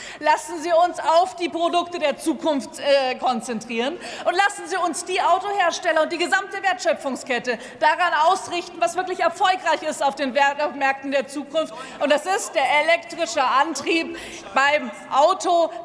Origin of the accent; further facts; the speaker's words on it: Baden-Württemberg, Germany; Ich komme aus der Region Stuttgart.